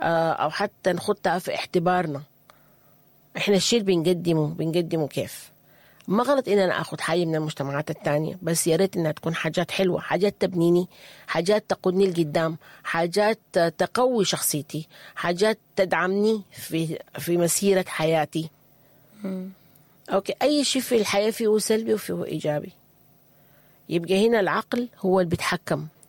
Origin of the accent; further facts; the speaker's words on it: Sudan; خلينا نكون واقعيين، الحصل معنا كسودانيين قاد الناس لنزوح ولهجرة ولحتة ممكن ما كنا عايشين فيها في الأول